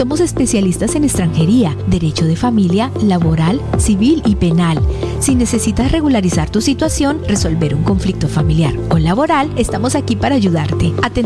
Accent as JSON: {"language": "Spanish", "country": "Colombia", "said": "Es una cosa que llevo como colombiana."}